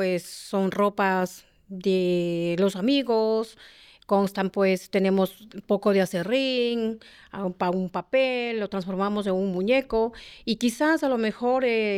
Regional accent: Ecuador; now in France

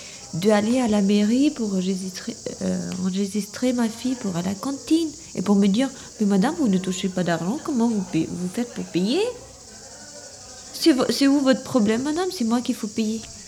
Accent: Albania; now in France; Oui, mais je suis venue de l'Albanie.

